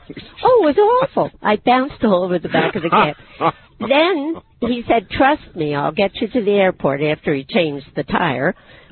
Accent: Connecticut, United States; now in Long Island, United States; I'm from Connecticut, and I've only lived in Long Island for a few years

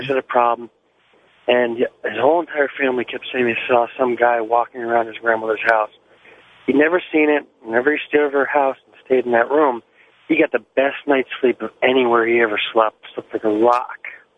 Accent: Connecticut, United States; from Connecticut.

